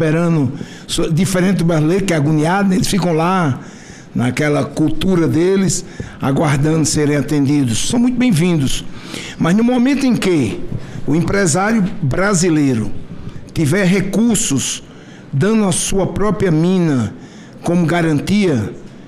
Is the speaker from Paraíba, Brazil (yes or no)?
yes; Paraíba, Brazil